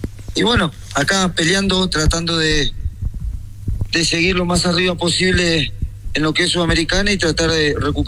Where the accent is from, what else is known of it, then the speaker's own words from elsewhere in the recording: Argentina; now in Spain; Bueno, en realidad yo soy argentino, de una ciudad muy cerca de Asunción, que, bueno, cerca, 500 kilómetros, y hace 23 años, 24, que estoy radicado con la familia en España